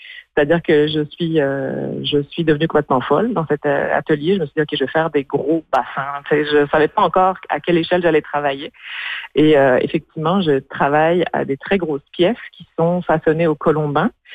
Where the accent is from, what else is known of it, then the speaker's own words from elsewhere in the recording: Nouvelle-Aquitaine, France; moved away; Parce que la boucle se termine aussi avec ma Charente natale. Je suis française.